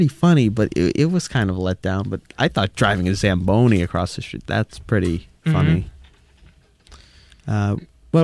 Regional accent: Massachusetts, United States; I'm from, like, New England, you know, I'm from Massachusetts

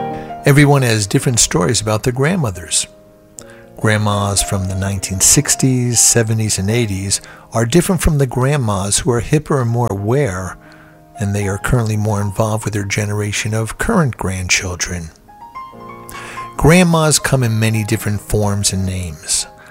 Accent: New York City, New York, United States; WABC, WMCA, they were the big rock and roll stations growing up in the New York City area.

